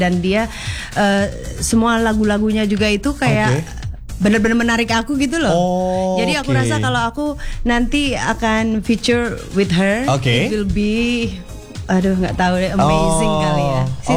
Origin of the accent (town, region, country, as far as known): Batu, East Java, Indonesia; born or raised there